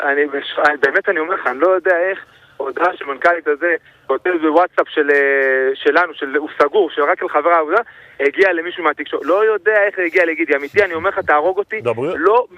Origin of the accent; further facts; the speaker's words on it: Jerusalem, Jerusalem District, Israel; גדלתי בירושלים